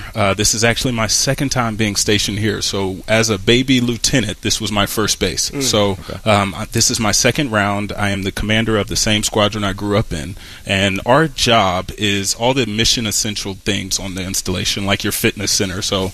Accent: Cincinnati, Ohio, United States; So growing up in Cincinnati, Ohio, I spent a lot of time just trying to find myself

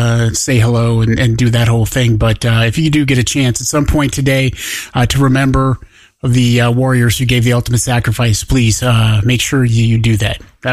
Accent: Miles City, Montana, United States; now in Boise, United States; my hometown of Miles City

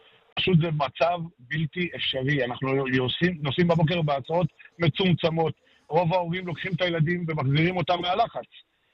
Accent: Zar'it, Northern District, Israel; אני יליד זרית, משנת 82

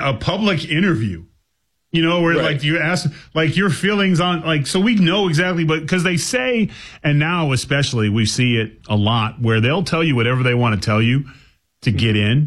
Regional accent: California, United States; I grew up in California. I won't bring my family to California anymore.

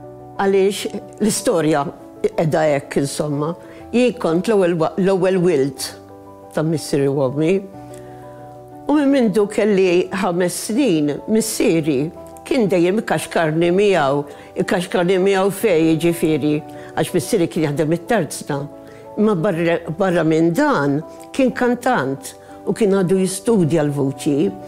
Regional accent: Senglea, South Eastern Region, Malta; Sireni naturalment il-ħoss tal-alarm, aħna tal-Ista konna ngħidu la balomba. Imma in-naħħa l-oħra ta' Malta jgħidulu sireni.

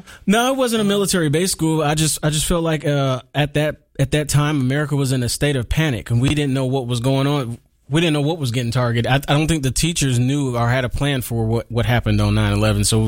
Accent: Sacramento, California, United States; born there; Well, I was originally born in Sacramento, California. My father was military. He served, and we kind of traveled, bounced around the United States with him.

